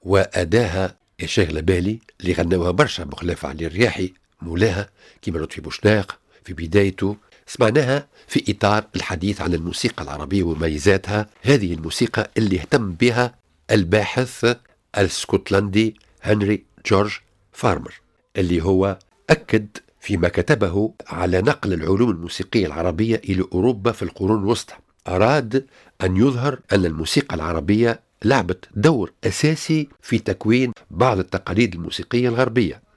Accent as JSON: {"language": "Arabic", "country": "Tunisia", "said": "عندنا في تونس"}